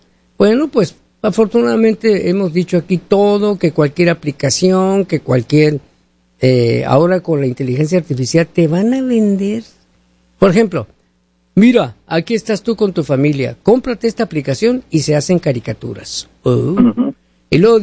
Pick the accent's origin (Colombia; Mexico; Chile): Mexico; northern Mexico; moved away; Yo como buen mexicano